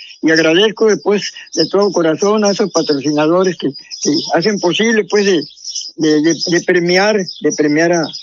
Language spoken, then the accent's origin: Spanish; Cócorit, Sonora, Mexico; yo soy de las personas que aquí nací en Cocori, y yo en verdad sí amo a Cocori.